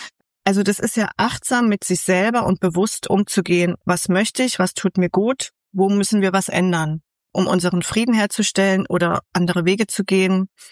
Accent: Central Germany, Germany; Also ich komme ja aus Mitteldeutschland, da gibt es das auch nicht. Wir hatten es schneller warm, länger hell und ja, wie du sagst, nicht so rau.

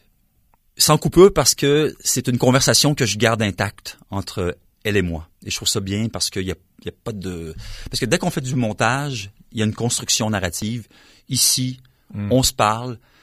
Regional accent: Quebec City, Quebec, Canada; à Québec, ma ville natale

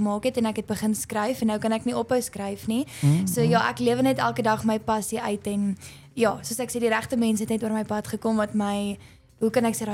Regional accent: Alberton, Gauteng, South Africa; born there; moved away as an adult; now in Pretoria, South Africa; ek is in Alberton gebore en ons het in 2019 Pretoria toe getrek, maar ek is mal oor Pretoria. Pretoria is so mooi, maar ek is van Alberton af, ja.

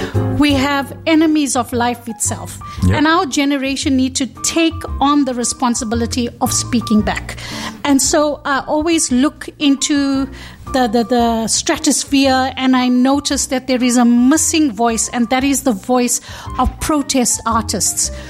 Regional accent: South Africa; moved away as an adult; now in Netherlands; I'm from South Africa. I'm an activist, South African-born activist. I've been involved in activism maybe 25 years so far. And when I moved to the Netherlands, I happened to find DiEM25, which is a pan-European movement.

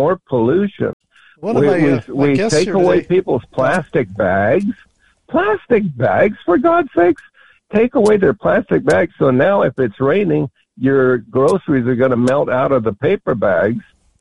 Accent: California, United States; I grew up in California, okay?

